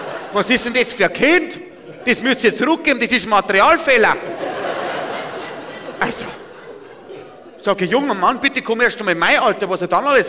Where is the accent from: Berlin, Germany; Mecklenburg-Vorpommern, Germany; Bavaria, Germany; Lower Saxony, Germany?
Bavaria, Germany; Das ist ein richtiger Gamechanger, wie man bei uns im Bayerischen Wald dazu sagt.